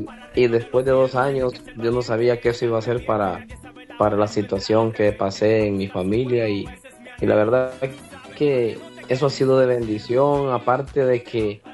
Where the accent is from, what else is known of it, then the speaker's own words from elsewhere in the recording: Honduras; now in United States; Ir a Honduras y regresar a mi tierra